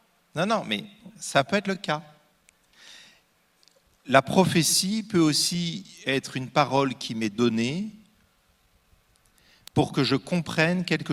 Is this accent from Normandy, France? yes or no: yes; Normandy, France; Je suis normand, hein. Un pommier, je le connais.